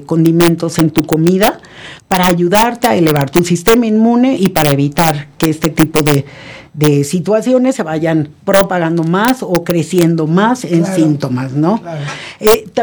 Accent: Tabasco, Mexico; Lo que pasa es que allá en mi pueblo dirían, en Tabasco, que hace tanto

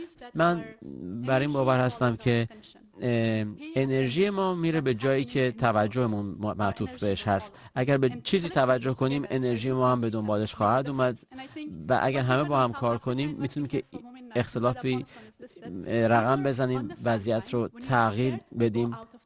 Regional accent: Afghanistan; از افغانستان هستم.

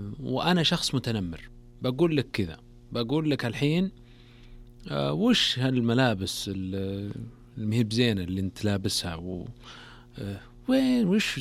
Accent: Saudi Arabia; في المملكة العربية السعودية

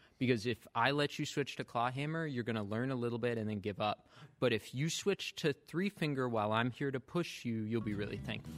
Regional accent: Virginia Beach, Virginia, United States; I grew up in Virginia Beach, Virginia, not a ton of bluegrass culture

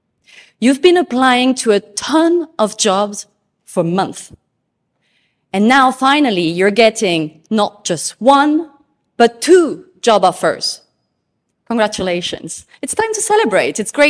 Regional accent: French Polynesia; moved away; So I don't come from Paris, I come from Tahiti. And Tahiti is this island in the middle of nowhere in the Pacific Ocean.

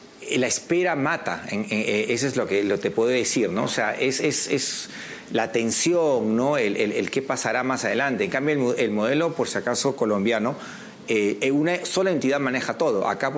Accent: Peru; al final todos somos peruanos.

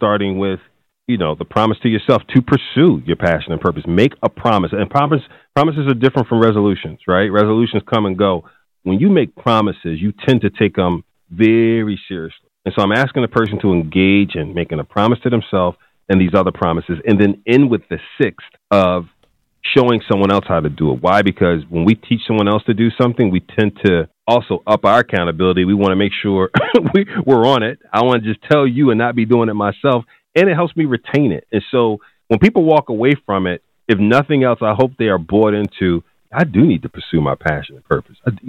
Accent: Philadelphia, Pennsylvania, United States; Well, you know, North Philly was tough back then.

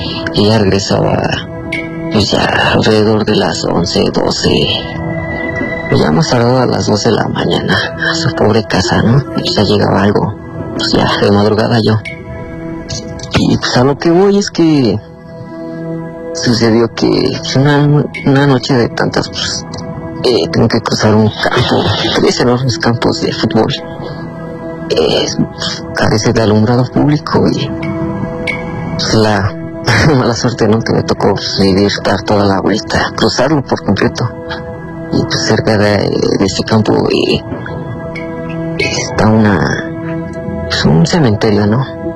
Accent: Toluca, State of Mexico, Mexico; Soy de Toluca y no daré muchos detalles donde ocurre esto, pero pues esto me sucedió hace 2 años.

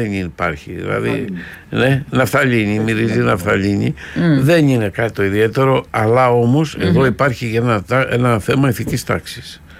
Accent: Thessaloniki, Central Macedonia, Greece; Έτσι, γιατί εγώ είμαι από τη Θεσσαλονίκη, λέει, δεν είμαι από το Κιλκίς.

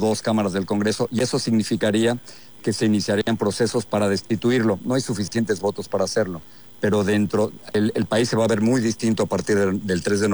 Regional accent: Mexico; moved away as an adult; now in United States; pero yo que me fui de México cuando no había democracia y decía que había censura, ahora estoy en el 2026 hablando de censura aquí en los Estados Unidos.

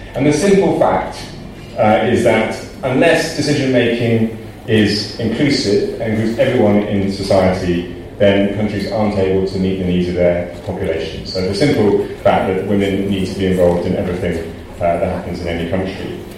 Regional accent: United Kingdom; moved away as an adult; now in Kenya; Now, I'm a British bureaucrat, I'm a civil servant

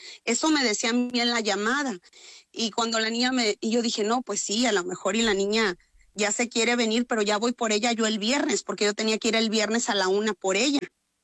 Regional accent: Ciudad Mante, Tamaulipas, Mexico; yo estoy a 3 horas, yo no soy de Madero, yo soy de Mante

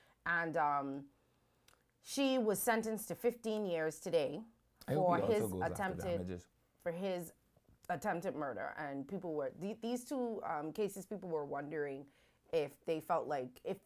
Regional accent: San Salvador, Bahamas; I'm from San Salvador, and someone forgot to mention yesterday that the Bensons hail from there as well.

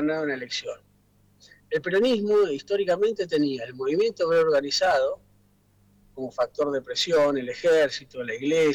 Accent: Argentina; como los argentinos pensemos.

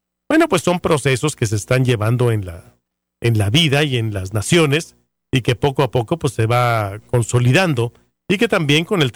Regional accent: Mexico; no somos nada más mexicanos los que estamos participando de la misa

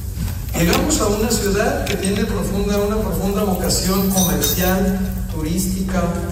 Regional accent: Baja California, Mexico; now in Mérida, Mexico; Tijuana, Baja California, en Tierra Bendita, de donde soy yo, Tijuana, Ensenada, donde empieza la patria.

